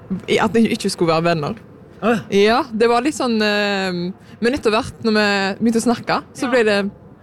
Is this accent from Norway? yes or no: no; Albania; Altså, jeg er jo albaner